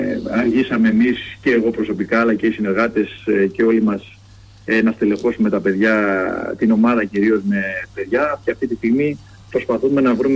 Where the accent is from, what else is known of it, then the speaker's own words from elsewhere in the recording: Kozani, Western Macedonia, Greece; είμαι και πάνω από την Κοζάνη